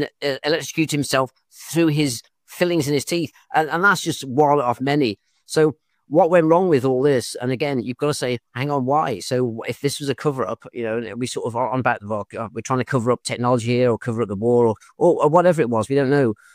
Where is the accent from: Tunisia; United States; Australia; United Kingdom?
United Kingdom; England; in the 80s, just think, we as an English country, we didn't have the internet and stuff.